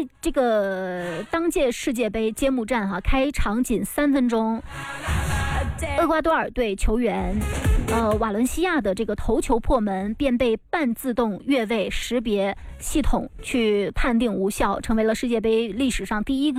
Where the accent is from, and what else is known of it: China